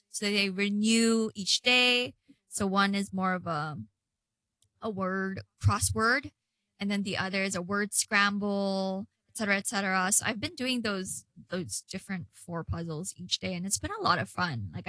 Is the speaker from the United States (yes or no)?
no; Philippines; now in Hong Kong; Jel and I get to share about our Filipino culture, share some phrases, talk about how it is like being a Filipino here in Hong Kong.